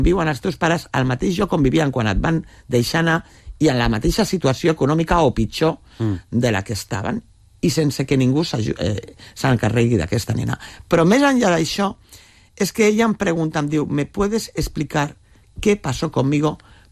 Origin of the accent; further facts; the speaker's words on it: L'Hospitalet de Llobregat, Catalonia, Spain; perquè jo també sóc d'Hospitalet, també del bar de Can Vidalet, vull dir, m'he criat amb... diguéssim que la meva família també és humil